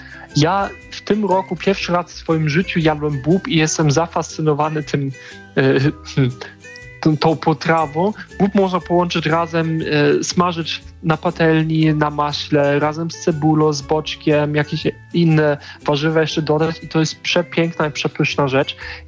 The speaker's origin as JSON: {"language": "Polish", "country": "Germany", "second_language": "Polish", "moved": "yes", "lives_now": "Poland", "said": "my w Niemczech jemy je zawsze na słodko i dopiero w Polsce odkryłem"}